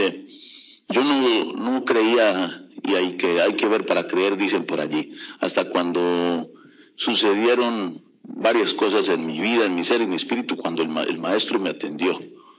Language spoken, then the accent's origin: Spanish; Hidalgo, Mexico; now in United States; Yo soy de México, del estado de Hidalgo.